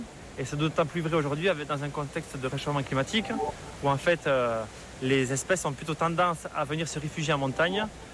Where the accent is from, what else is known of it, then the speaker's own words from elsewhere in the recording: Nouvelle-Aquitaine, France; Moi, en tant que Pyrénéen, moi, je suis originaire du Pays Basque.